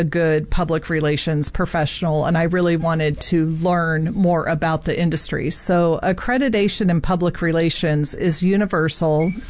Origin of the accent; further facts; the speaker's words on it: Omaha, Nebraska, United States; born there; also born or lived in Wisconsin / Iowa / Indiana / Illinois; now in San Antonio, United States; So we moved around a lot in the Midwest. So I was born in Omaha, but lived in Wisconsin, Iowa, Indiana, Illinois.